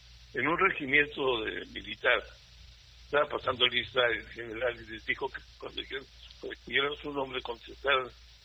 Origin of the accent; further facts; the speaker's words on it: Celaya, Guanajuato, Mexico; Es que soy de Celaya.